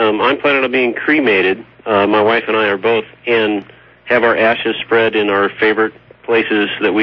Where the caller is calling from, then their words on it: Nevada, United States; I'm just west of Reno, actually.